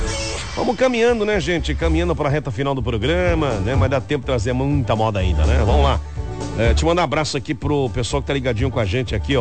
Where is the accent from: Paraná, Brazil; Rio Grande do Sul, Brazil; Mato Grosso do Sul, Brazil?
Mato Grosso do Sul, Brazil; Nioaque; born there; Eu nasci lá em Nioac, rapaz. Pois é, Nioac, né? A cidade de indígena, né?